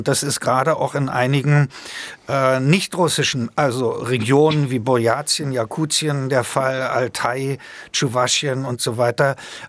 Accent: Germany; ich bin in der DDR groß geworden

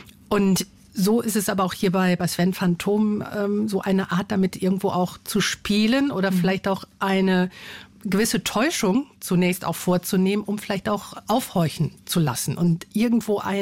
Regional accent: western Germany, Germany; weil ich komme aus dem Westen und habe diese Assoziation zunächst nicht so gehabt. Wenn man da nicht mit aufwächst, ist diese Ebene einem interessanterweise auch nicht sofort zugänglich.

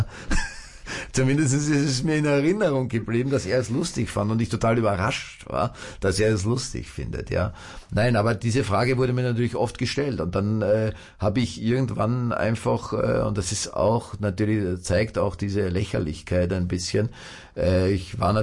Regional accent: Vienna, Austria; da sind wir wieder auch beim zweiten Bezirk, wo ich aufgewachsen bin, im Rotlichtmilieu

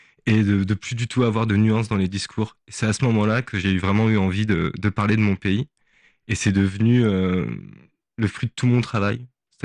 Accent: Nouméa, New Caledonia; en grandissant en Calédonie

